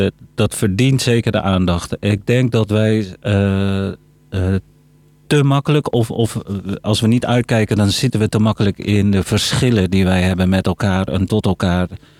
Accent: Netherlands; Dutch is a second language; geboren en getogen in de Molukse gemeenschap. En ik sprak pas Nederlands vanaf mijn zesde.

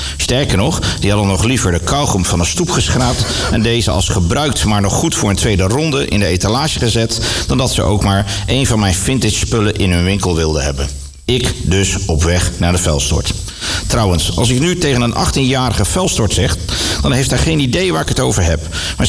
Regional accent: North Brabant, Netherlands; Ik kom uit Brabant. En de stortplekken in Brabant waren vroeger de motocrossbanen, die met de jaren dus steeds hoger werden.

